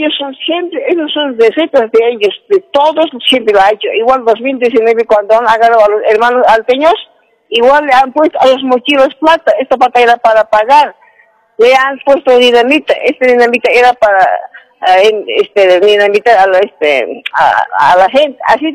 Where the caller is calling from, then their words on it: La Paz, Bolivia; Estoy llamando de Ciudad de La Paz, de La Hollada.